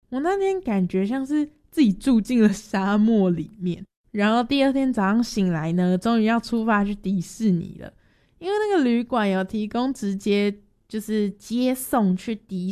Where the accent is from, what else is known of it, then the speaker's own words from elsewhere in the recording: Taiwan; 司机得知我们是从台湾来的